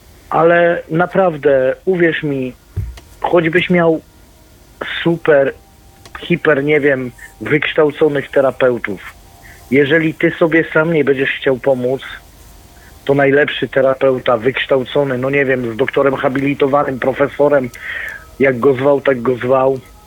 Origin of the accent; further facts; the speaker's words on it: Szczecin, West Pomeranian Voivodeship, Poland; now in Elbląg, Poland; pochodzę ze Szczecina